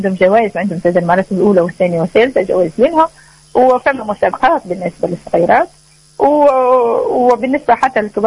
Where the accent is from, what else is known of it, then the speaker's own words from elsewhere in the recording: Gabès, Gabès Governorate, Tunisia; now in France; صحيح راهو جابس عندنا تلوث عندنا شوية مشاكل برشا مشاكل